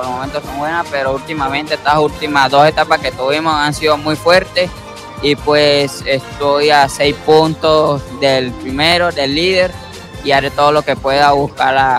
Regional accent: Nirgua, Yaracuy, Venezuela; vengo del estado de Yaracuy, del municipio de Nirgua.

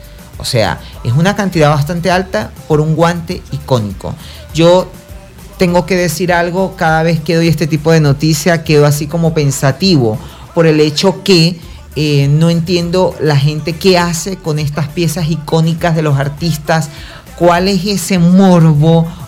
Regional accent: Venezuela; todos somos venezolanos

